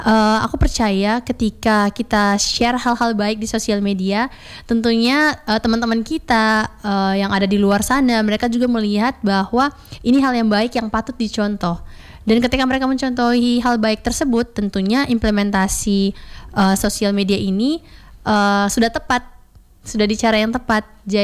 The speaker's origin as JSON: {"language": "Indonesian", "region": "East Nusa Tenggara", "country": "Indonesia", "said": "mungkin karena aku berasal dari Nusa Tenggara Timur, jadi aku akan lebih berfokus ke Nusa Tenggara Timur"}